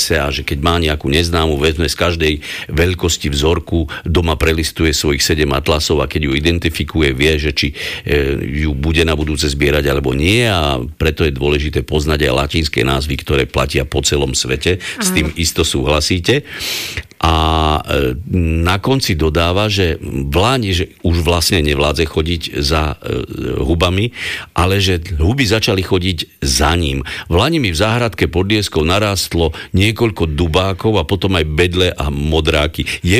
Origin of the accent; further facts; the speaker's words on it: Divín, Banská Bystrica Region, Slovakia; u nás v dedine, v Divíne